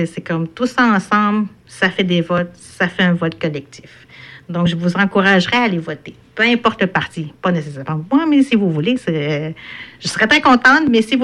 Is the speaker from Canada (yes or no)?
yes; Quebec, Canada; mais nous, on est des Nord-Côtiers, on connaît pas ça.